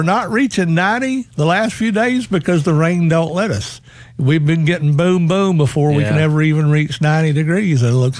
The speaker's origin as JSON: {"language": "English", "region": "the South", "country": "United States", "tie": "born or raised there", "said": "Well, you know, I was born and raised here in the South."}